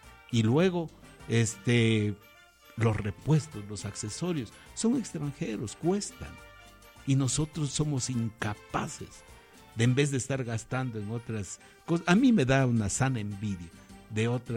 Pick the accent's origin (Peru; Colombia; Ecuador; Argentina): Ecuador; El Cisne parish, Loja; Yo vengo de la parroquia del Cisne del Cantón y Provincia de Loja.